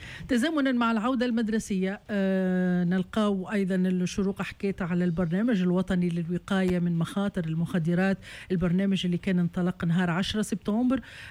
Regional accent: Tunisia

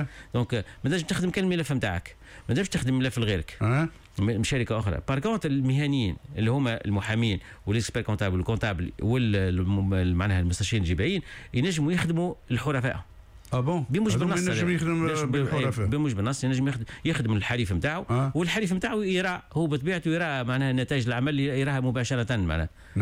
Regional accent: Tunisia; الخبره عندنا في تونس هنا موجوده

